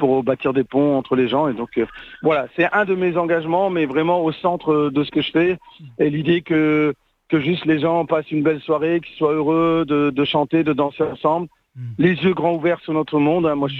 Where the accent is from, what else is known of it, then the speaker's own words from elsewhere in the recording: Lille, Hauts-de-France, France; Hein, nous, on est originaire de Lille, là-haut, à la maison.